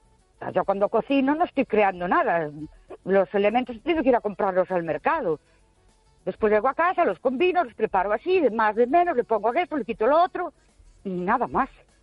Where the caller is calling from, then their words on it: Ourense, Galicia, Spain; de Ourense.